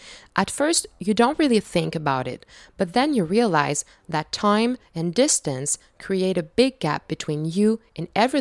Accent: Quebec, Canada; accent: French; first language French; English is a second language; moved away as an adult; now in British Columbia, Canada; Since I arrived in my early 20s and I kept practicing my French with francophones here and every time I went back to visit in Quebec, I'm not worried about losing my French at all. I have no doubt that I will remain very French, noticeably in my speech, my accent, and my mannerism.

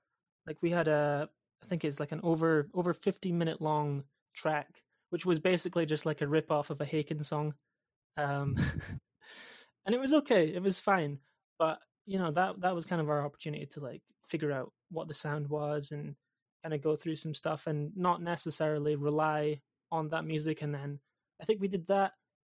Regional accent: Aberdeen, Scotland, United Kingdom; I grew up in Aberdeen, Scotland, which is currently where I'm still living. It's a nice place. It's very grey.

